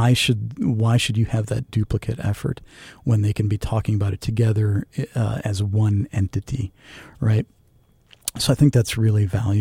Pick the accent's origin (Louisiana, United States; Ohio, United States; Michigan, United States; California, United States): Michigan, United States; I grew up in the Downriver area